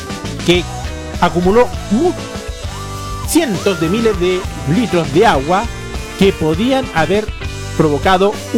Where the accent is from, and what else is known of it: Chile